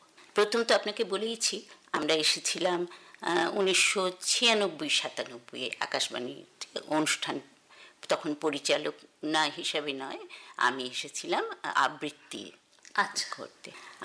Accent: Kolkata, West Bengal, India; now in Chaibasa, India; ছোটবেলায় যখন রেডিও শুনতাম তখন যেহেতু আমি কলকাতায় বড় হয়েছি, ওই কলকাতা কেন্দ্রের শিশু মহল, গল্প দাদুর আসর

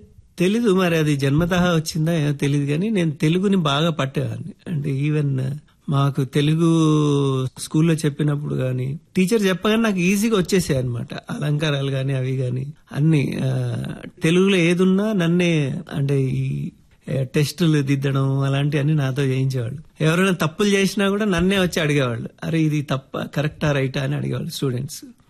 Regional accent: Satapur, Telangana, India; moved away; నా బాల్యం అంటే మా ఊరు సాటాపూర్ గ్రామం. అక్కడే అంటే ప్రైమరీ ఎడ్యుకేషన్ అంతా అక్కడే, తర్వాత నీలా రేంజల్లో high school education and Bodhan మధుమలంచ కాలేజీలో ఇంటర్

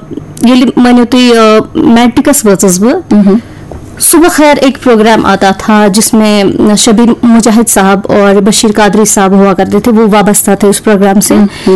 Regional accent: Jammu and Kashmir, India; born there; जी मेरी जो पैदाइश हुई है वो हुई है गुरगड़ी मोहल्ला जैना कदल में।

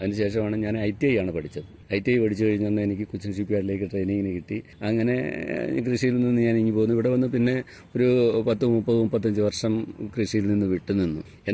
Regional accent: Pathanamthitta, Kerala, India; എന്റെ നാട് പത്തനംതിട്ടയാണ്, ഇവിടെ വന്ന് ഇപ്പൊ സ്ഥിരതാമസമായി.

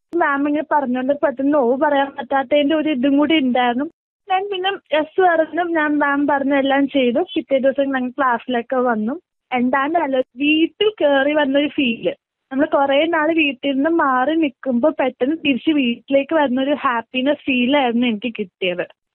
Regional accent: Ernakulam, Kerala, India; ഞാൻ എറണാകുളത്തു നിന്നാണ് വരുന്നത്.

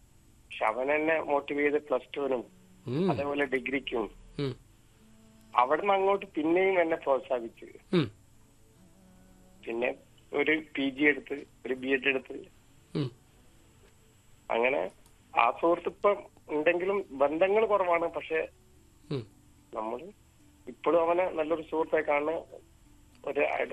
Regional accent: Kozhikode, Kerala, India; ഞാൻ എന്റെ സ്വദേശം കോഴിക്കോടാണ്.

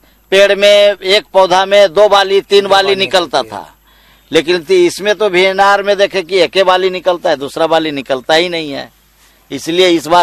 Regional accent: Mandu, Ramgarh, Jharkhand, India; मेरा घर बड़का चुंबा पंचायत मांडू रामगढ़ का रहने वाला हूं

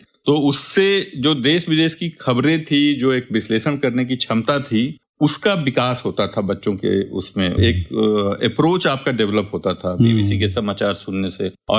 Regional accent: Uttar Pradesh, India; मैं पूर्वांचल के जिले से हूँ

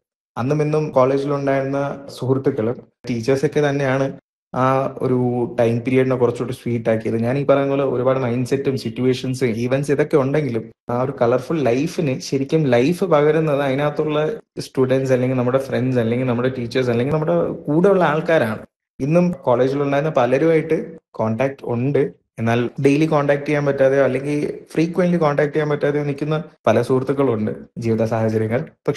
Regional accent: Venjaramoodu, Kerala, India; തിരുവനന്തപുരത്ത് വെഞ്ഞാറമൂടിൽ നിന്നാണ്.

